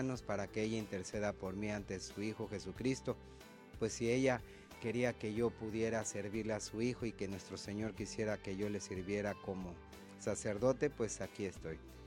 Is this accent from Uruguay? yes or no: no; Ciudad del Carmen, Campeche, Mexico; Yo soy nativo de aquí, de esta isla, hijo de esta perla del Golfo